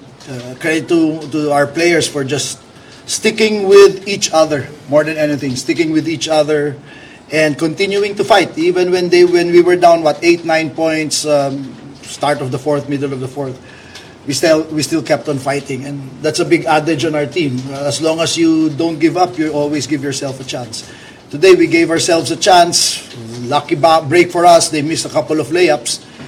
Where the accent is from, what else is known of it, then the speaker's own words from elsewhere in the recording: Philippines; because we're all Filipino, without ball, we cannot match Meralco's energy and effort.